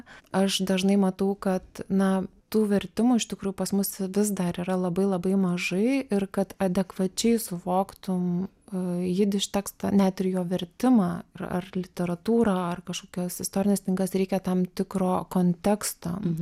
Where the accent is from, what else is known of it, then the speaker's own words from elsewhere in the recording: Kaunas, Kaunas County, Lithuania; Labai pasikeitė, nes aš užaugau Kaune ir tiesiog kiek aš mokiausi ir studijavau Kaune